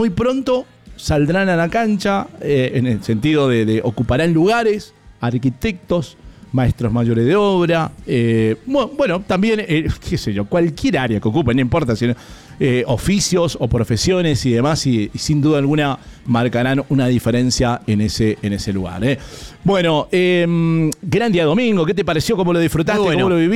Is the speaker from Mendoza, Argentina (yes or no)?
yes; Mendoza, Argentina; no lo digo porque soy mendocino